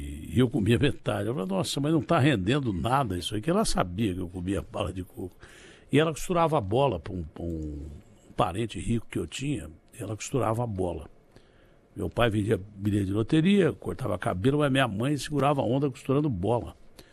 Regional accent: São Paulo, Brazil; born there; Eu nasci no interior de São Paulo, mas eu queria ser nordestino.

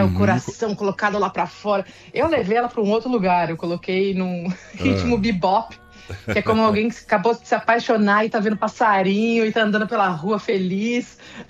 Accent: Brazil; now in Boston, United States; Mas eu sou brasileira

